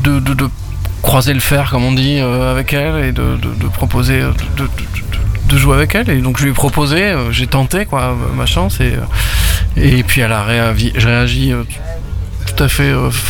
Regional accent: Occitanie, France; born there; Moi, je viens je suis né dans le Lot

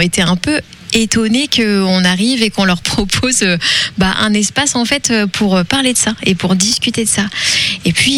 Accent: Brittany, France; je suis française parce que je suis née ici et que je suis immergée dedans. Mais je suis aussi très fière d'être bretonne

